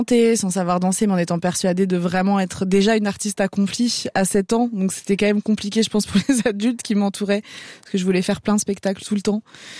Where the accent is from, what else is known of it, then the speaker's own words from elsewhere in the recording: Algeria; born there; je suis née en Algérie pendant la guerre civile